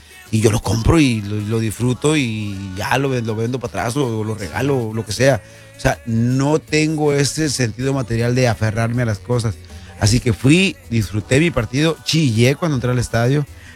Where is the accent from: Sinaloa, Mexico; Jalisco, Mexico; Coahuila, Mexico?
Sinaloa, Mexico; Cacalotán; Yo soy de Cacalotán. Hice un grupo de Facebook, cuando ya estaba Facebook.